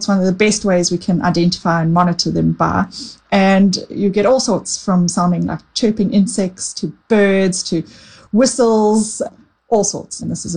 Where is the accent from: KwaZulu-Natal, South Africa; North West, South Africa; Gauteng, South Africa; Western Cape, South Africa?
KwaZulu-Natal, South Africa; my hometown in the Southern Drakensberg Mountains